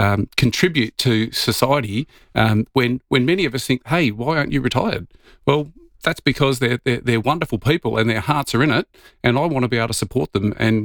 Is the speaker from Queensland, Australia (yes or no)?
no; Victoria, Australia; now in South Australia, Australia; And I moved over to South Australia back in 2002. I'm originally from Victoria, so don't hold that against me.